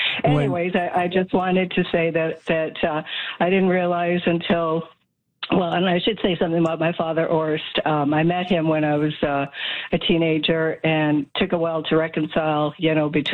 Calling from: Edmonton, Alberta, Canada; Yeah. Edmonton.

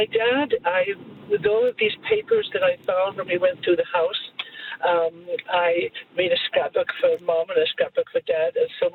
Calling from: Edmonton, Alberta, Canada; Edmonton.

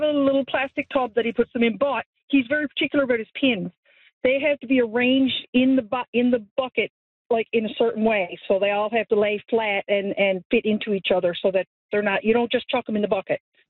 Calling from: Portugal Cove, Newfoundland and Labrador, Canada; Portugal Cove.

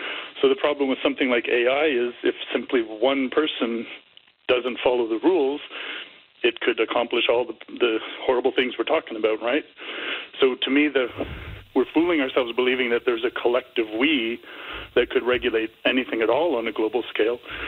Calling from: Ottawa, Ontario, Canada; Hi, I'm calling from Ottawa.

